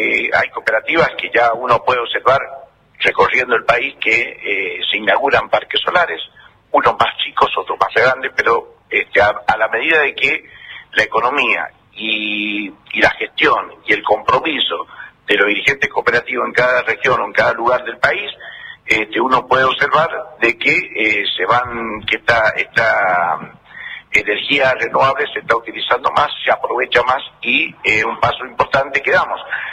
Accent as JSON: {"language": "Spanish", "region": "Mendoza", "country": "Argentina", "said": "soy de la provincia de Mendoza, es la primera vez que estoy acá en Esquel"}